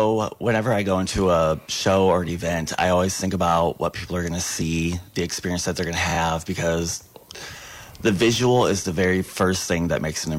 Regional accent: Michigan, United States; I am from Southwest Michigan. I'm down by St. Joe.

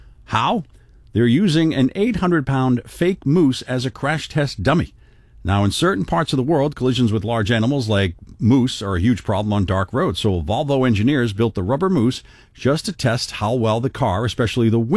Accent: Boston, Massachusetts, United States; also born or lived in Vermont / Maine / New Hampshire; I grew up in the Northeast, Boston primarily, but I had spent time in Vermont, Maine, New Hampshire, and I've seen a lot of moose-related car accidents.

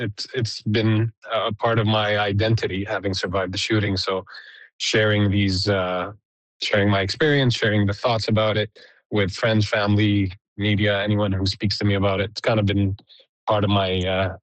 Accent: Canada; as a Canadian society, as a nation

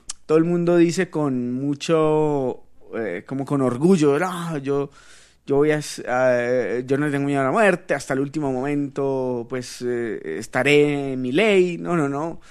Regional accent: Toro, Valle del Cauca, Colombia; born there; Y nací en Toro, ¿vos qué crees?

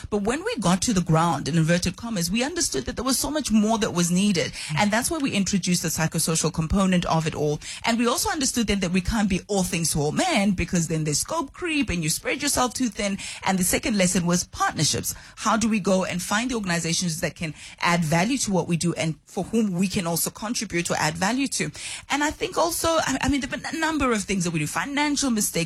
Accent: Johannesburg, Gauteng, South Africa; Look, I grew up at Dobsonville in Soweto

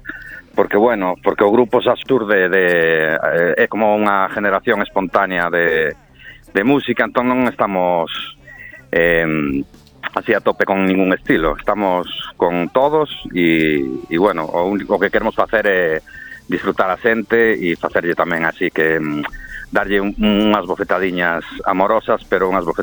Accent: Vigo, Galicia, Spain; A ver, sojamos en casa, inda que a mitad de … somos de Vigo, pero a gente de Santiago siempre nos acoge muy bien.

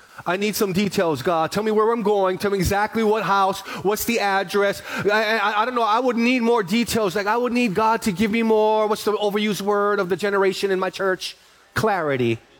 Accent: Honokaa, Hawaii, United States; born or raised there

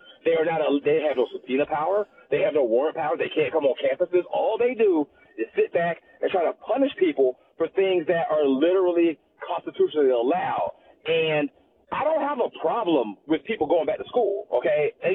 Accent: Atlanta, Georgia, United States; I'm from Atlanta

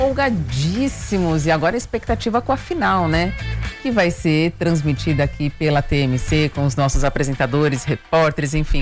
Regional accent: Argentina; Domingo promete um jogão contra a Espanha e eu sou argentina.

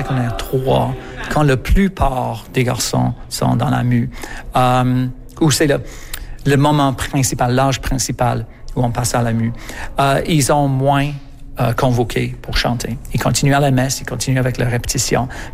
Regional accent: England, United Kingdom; now in Montreal, Canada; Je suis anglais de l'Angleterre. Puis j'étais petit chanteur dans une des cathédrales au nord de l'Angleterre, jeune.

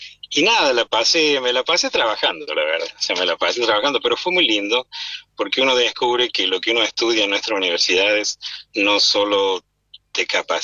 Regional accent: Córdoba, Argentina; accent: cordobés; moved away

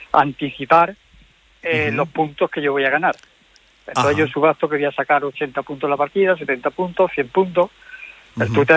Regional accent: Córdoba, Andalusia, Spain; Yo soy de Córdoba, pero estoy oyendo desde un pueblecito de Granada.

